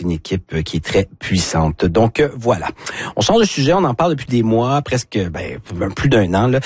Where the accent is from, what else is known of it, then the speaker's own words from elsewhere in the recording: New Brunswick, Canada; chez nous au Nouveau-Brunswick